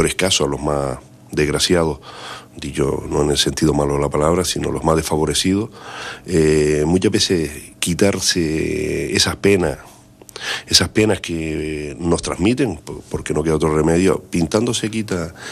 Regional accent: Canary Islands, Spain

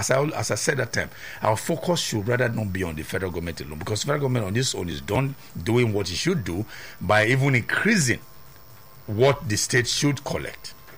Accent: Edo, Nigeria; like I'm from Edo State

